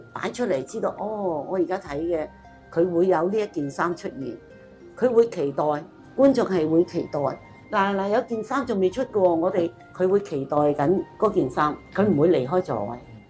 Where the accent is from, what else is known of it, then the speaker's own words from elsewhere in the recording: Macau; also born or lived in Foshan; 我呢就是澳门啦，土生土长的，但是呢就是我是佛山人，可能呢我小时候呢就跟父母去看粤剧的